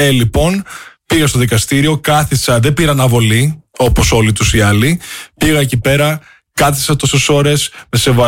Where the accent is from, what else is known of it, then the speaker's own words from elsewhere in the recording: Greece; also born or lived in United States; Είμαι εδώ επειδή αγαπώ την πατρίδα μου.